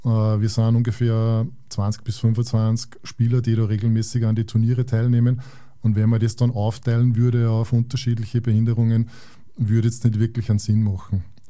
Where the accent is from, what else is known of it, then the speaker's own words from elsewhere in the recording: Bach, Upper Austria, Austria; ich komme aus Bach bei Schwanenstadt, also kleinste Gemeinde Oberösterreichs einwohnermäßig mit ungefähr 320 Einwohnern, aber halt doch mit einem Tennisplatz und einem regen Tennisleben bei mir daheim